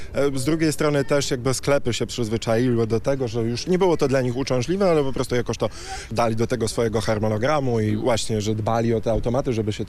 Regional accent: Slovakia; Polish is a second language; moved away as an adult; now in Poland; Ja jestem ze Słowacji, więc mogę porównać. My mieliśmy, u nas, żyłem w Polsce już jakiś czas, ale byłem jeszcze na Słowacji

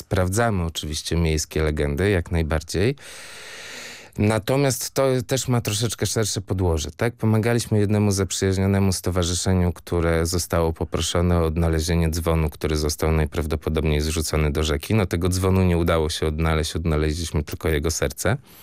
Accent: Łeba, Pomeranian Voivodeship, Poland; moved away; w mojej rodzinnej miejscowości, bo pochodzę z Łeby

